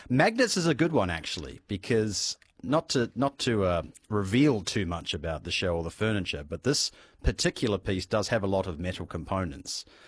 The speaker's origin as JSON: {"language": "English", "country": "New Zealand", "moved": "as an adult", "said": "You know, I'm from New Zealand originally, and New Zealand, up until I think maybe 6 months ago, didn't have an IKEA. So I didn't grow up with IKEA being the sort of cultural staple that it is. But then I moved here in 2005 as a fresh-faced 20-year-old"}